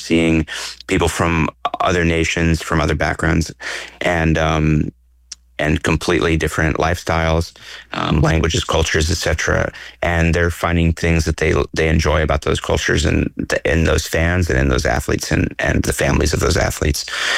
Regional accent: the South, United States; I grew up in the South and I was growing up with people that weren't even necessarily leaving the state.

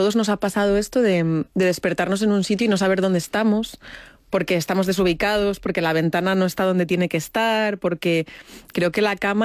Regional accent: Madrid, Community of Madrid, Spain

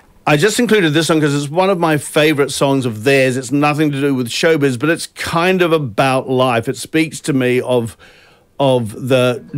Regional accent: New Zealand; But this song, look, I grew up in New Zealand. … were absolutely seminal to my musical upbringing.

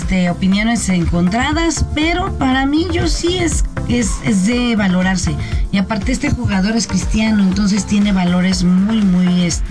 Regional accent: Mexico; nosotros como mexicanos sí somos más de contacto

